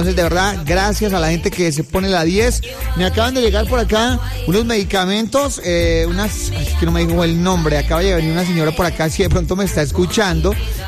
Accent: Pereira, Risaralda, Colombia; Porque allá es mi familia, esa es mi tierra, es la ciudad donde nací, es donde están, digamos que las personas más cercanas a mi familia y demás

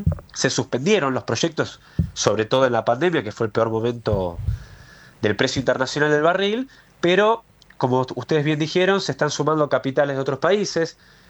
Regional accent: Argentina; somos los argentinos de a pie lo que nos estamos defendiendo de un ataque deliberado

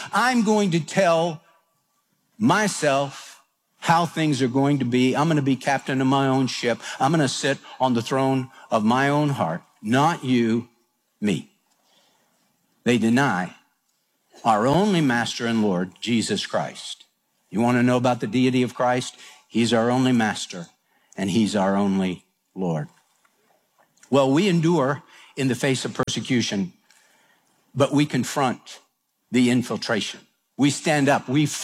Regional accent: Houston, Texas, United States; We came from Houston. We weren't used to that. Houston wasn't like that.

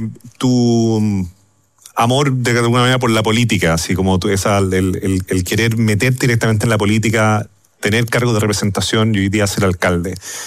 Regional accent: Chile; nuestro devenir como chilenos y chilenas

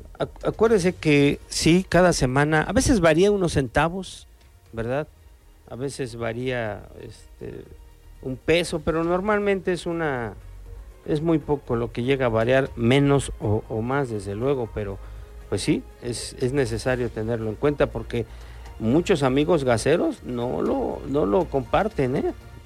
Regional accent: Mexico; Así somos como mexicanos, todo al último, todo al último.

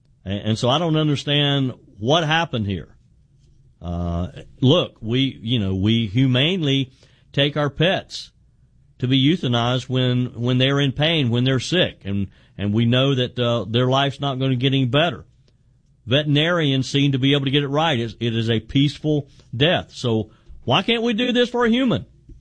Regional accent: South Carolina, United States; Pat is in my home state of South Carolina.

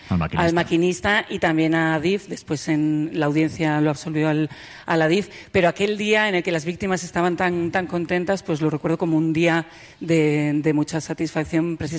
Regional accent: Pamplona, Navarre, Spain; now in Santiago de Compostela, Spain; Yo hago el Hoy por Hoy Santiago, soy de Pamplona y tengo ahí el Hora 14, el Hoy por Hoy.

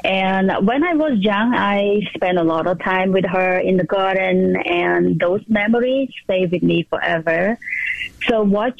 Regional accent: Cambodia; English is a second language; moved away; Because I grew up in Cambodia, we're in the Southeast Asia.

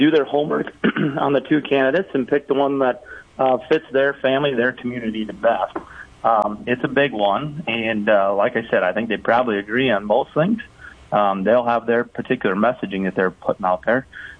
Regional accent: Arlington, South Dakota, United States; now in Madison, United States; You know, I grew up in Arlington. I live in Madison. These are safe communities. Growing up, we left our, you know, keys in the pickup and our front doors unlocked. That's the type of South Dakota I think that we all love

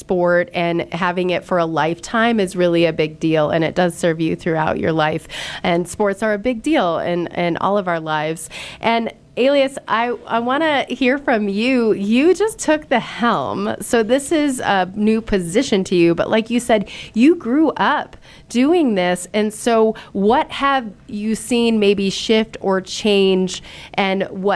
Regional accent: Michigan, United States; now in Park City, United States; I grew up in Michigan skiing these little ice bumps, and then I came out here

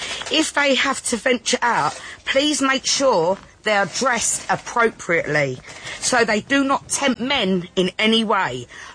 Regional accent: England, United Kingdom; I am not a racist at all. I am a flag raiser, and I am Christian, and I am English.

